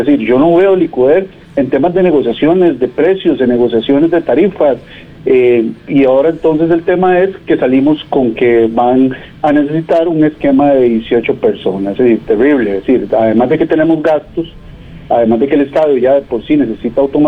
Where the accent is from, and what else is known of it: Costa Rica